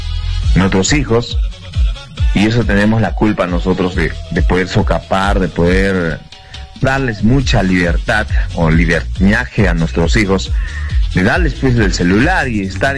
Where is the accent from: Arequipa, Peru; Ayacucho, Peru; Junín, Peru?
Arequipa, Peru; San Isidro, La Joya district; porque somos de San Isidro, hemos estudiado allá en la irrigación de San Isidro, somos del colegio Héroes del Cenepa.